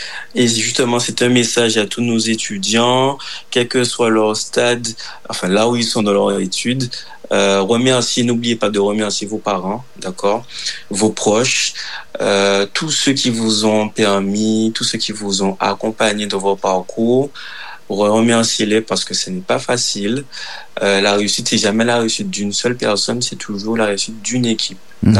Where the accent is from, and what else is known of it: Baillif, Guadeloupe; moved away as an adult